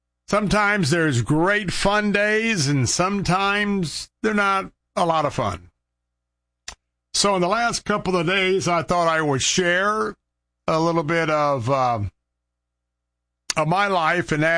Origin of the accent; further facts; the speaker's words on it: Tampa, Florida, United States; I was born and raised here in Tampa.